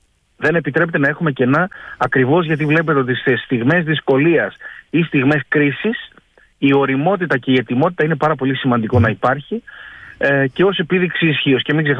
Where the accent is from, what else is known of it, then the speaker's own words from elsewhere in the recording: Greece; ως Έλληνες είμαστε πάρα πολύ υπερήφανοι.